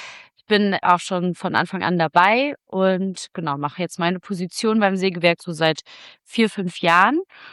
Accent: Berlin, Germany; wir kommen aus Berlin

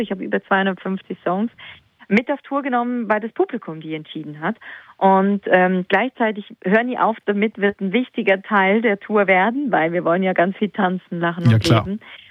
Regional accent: Switzerland; Die Schweiz ist meine Heimat. Die Schweiz sind meine Wurzeln. Und bis heute ist es natürlich die Energie, die ich habe, tanke ich auch immer wieder in der Schweiz. Wenn ich nach Hause komme, wenn ich zu Hause bin, ich genieße die Berge, ich genieße die Natur.

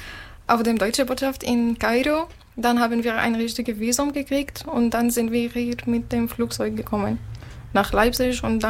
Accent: Damascus, Damascus Governorate, Syria; German is a second language; moved away as an adult; now in Chemnitz, Germany; ich komme aus Syrien, Damaskus. Und ich bin seit ein Jahr und halb hier in Deutschland.

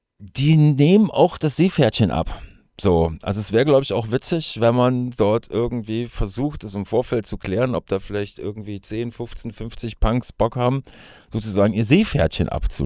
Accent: North Rhine-Westphalia, Germany; ich komme halt aus dem Ruhrpott

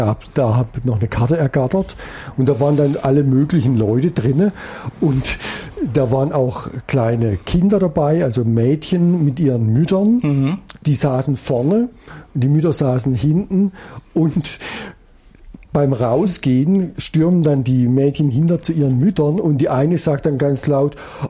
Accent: West Germany, Germany; moved away as an adult; Als Wessi kannte ich den Film nicht.

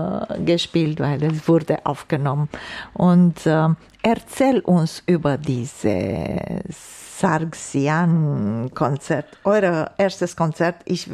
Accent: Romania; weil ich kämpfe auch für die kulturelle Brücke von Deutschland zu meiner Heimat Rumänien.

